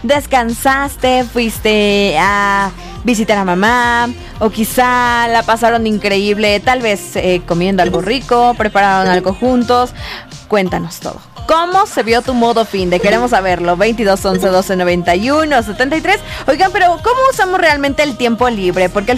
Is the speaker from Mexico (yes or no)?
yes; Mexico; así somos los mexicanos